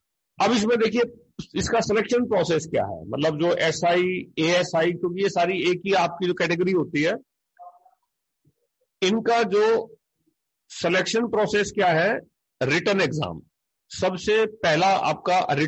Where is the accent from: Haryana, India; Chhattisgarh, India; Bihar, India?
Haryana, India; हम हरियाणा से बिलोंग करते हैं।